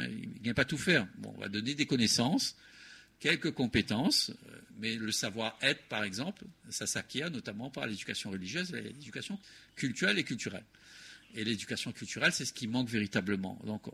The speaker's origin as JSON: {"language": "French", "country": "Réunion", "accent": "Réunionnais", "said": "en tant que Réunionnais, nous assumions à nous, et nous, avec notre langue, avec notre manière de faire, avec notre manière d'être, avec notre accent, parfois aussi."}